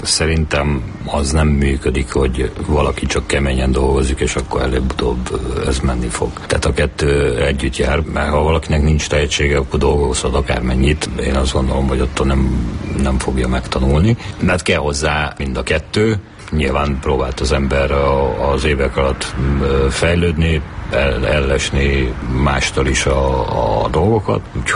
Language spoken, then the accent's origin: Hungarian; Bogád, Baranya, Hungary; egy Pécs mellett egy faluban nőttem fel, Bogádon, ahol koriban szerintem ilyen 900 környékén most is talán ezren haladnak a faluba, tehát egy kis falu.